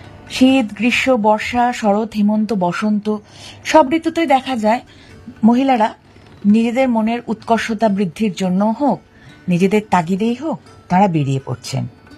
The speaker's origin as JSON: {"language": "Bangla", "town": "Jalpaiguri", "region": "West Bengal", "country": "India", "tie": "born or raised there", "said": "আমি নিজে ছোটবেলায় যেহেতু জলপাইগুড়িতে জন্ম বেড়ে ওঠা, তাই চিরকাল ডুয়ার্সে জঙ্গলে এবং পাহাড়ে ঘুরে বেড়িয়েছি।"}